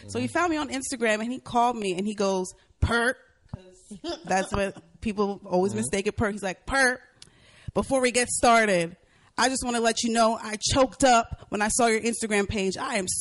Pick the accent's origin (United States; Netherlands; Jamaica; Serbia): Jamaica; speaking of being Jamaican